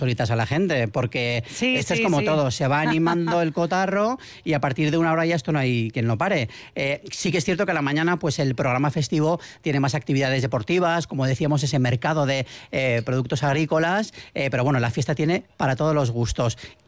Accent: San Sebastián, Basque Country, Spain; yo que soy de Donosti

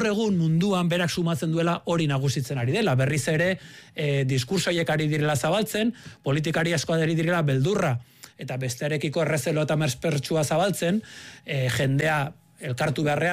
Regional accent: Bosnia & Herzegovina; gerra hasi zen gure herrian, gurasoi etxe harrezieten, lagunak hil zizkidaten, ni Zubietan nengoen entrenatzen ta zuen etxera bueltatu nahi Bosniako gerrako notiziak entzutera.

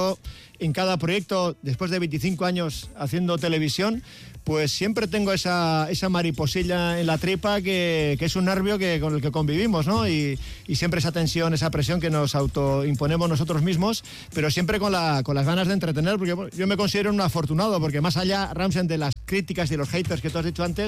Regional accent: Lesaka, Navarre, Spain; born there; first language Basque; Spanish is a second language; also born or lived in United States; yo soy de Lesaca, allí es el francés, allí vivimos en la Muga, yo francés también hablo

